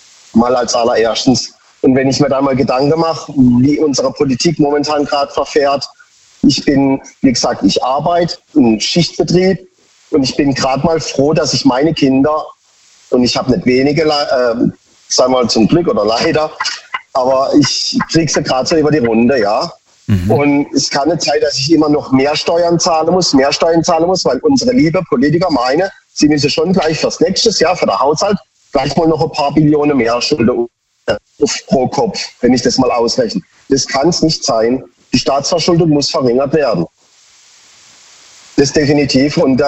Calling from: Baden-Baden, Baden-Württemberg, Germany; Von Baden-Baden.

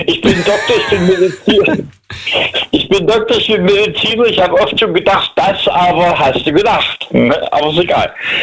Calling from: Langen, Hesse, Germany; Ich bin jetzt hier in Hessen. In Langen heißt es, eine kleine Stadt bei Frankfurt.

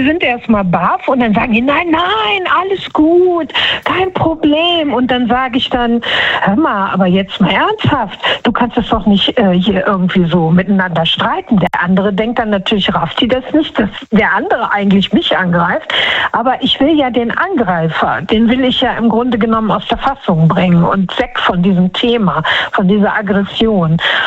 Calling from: Düsseldorf, North Rhine-Westphalia, Germany; Hallo, aus NRW.

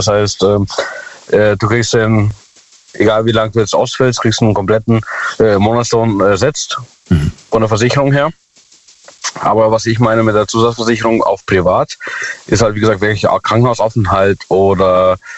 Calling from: Ottersweier, Baden-Württemberg, Germany; Jawohl, aus Ottersweier.

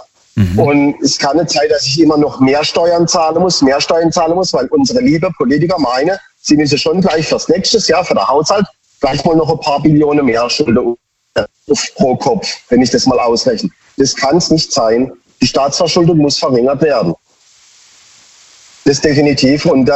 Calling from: Baden-Baden, Baden-Württemberg, Germany; Von Baden-Baden.

